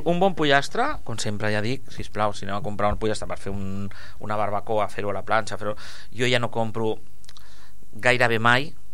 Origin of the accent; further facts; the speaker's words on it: Catalonia, Spain; som catalans, som de porc, hem vingut néixer amb els porcs a sota casa